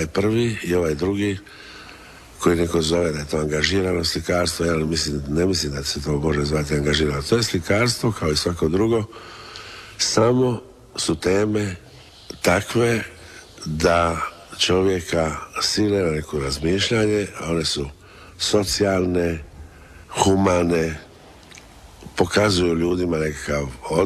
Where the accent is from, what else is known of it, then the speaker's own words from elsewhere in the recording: Dalmatia, Croatia; also born or lived in Dubrovnik; ja sam Dalmatinac